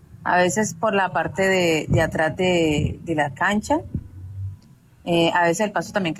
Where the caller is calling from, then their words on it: Yumbo, Valle del Cauca, Colombia; Desde Yumbo